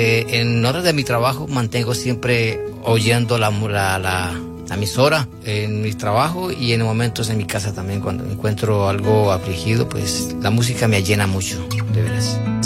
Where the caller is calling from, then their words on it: Colombia